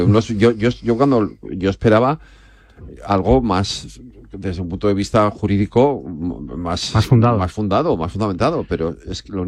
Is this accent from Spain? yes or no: yes; Spain; Es mi derecho adquirido como ciudadano español